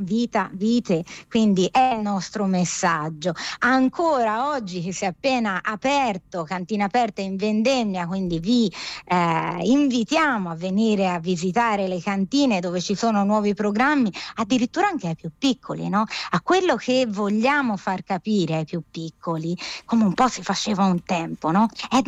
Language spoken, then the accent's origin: Italian; Tuscany, Italy; accent: Tuscan; io sono toscana